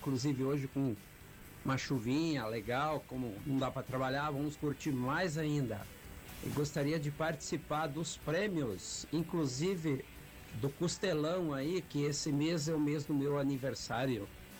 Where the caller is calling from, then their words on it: Pedras Brancas, Rio Grande do Sul, Brazil; de Pedras Brancas.